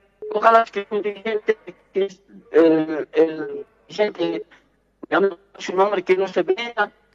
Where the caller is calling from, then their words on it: El Alto, La Paz, Bolivia; desde el Alto.